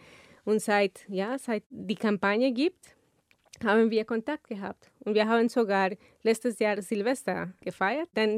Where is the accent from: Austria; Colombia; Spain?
Colombia; Boyacá; now in Tübingen, Germany; Obwohl ich nicht aus La Guajira komme, also ich komme aus Boyacá, also das ist in der Nähe von Bogota.